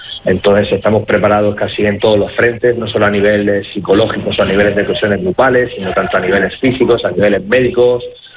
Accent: Region of Murcia, Spain; moved away as an adult; now in Guernica, Spain; Allí en mi tierra, en Murcia, era profesor

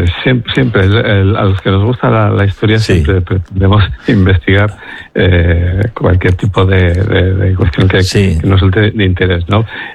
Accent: Bilbao, Basque Country, Spain; also born or lived in Mexico; Y bueno, de alguna forma, pues yo soy consciente de haber nacido en Bilbao con 5 años, ¿no? Porque me considero un bilbaíno. Recuerdo perfectamente cuando entré en Bilbao en la estación de Abando y ver esa vidriera.

